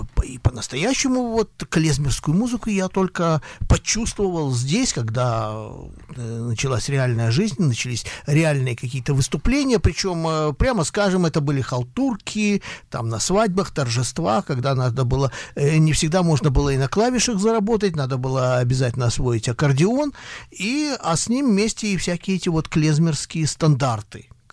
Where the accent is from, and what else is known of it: Odesa, Odesa Oblast, Ukraine; born or raised there